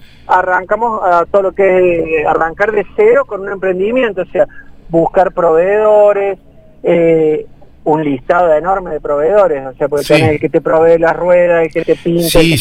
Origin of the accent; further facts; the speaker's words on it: Córdoba, Argentina; Yo me considero un emprendedor cordobés.